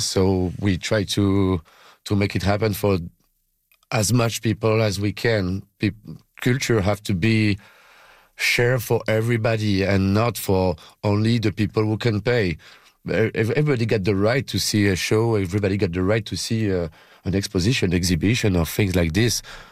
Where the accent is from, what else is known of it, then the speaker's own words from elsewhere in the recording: Montreal, Quebec, Canada; We come from Montreal too.